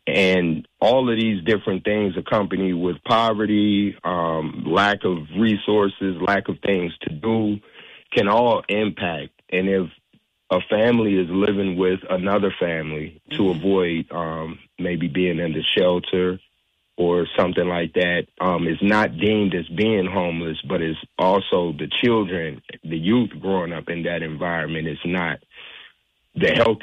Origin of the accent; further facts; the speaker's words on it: Gary, Indiana, United States; about him and I growing up in Gary, how we found our way to get on the right path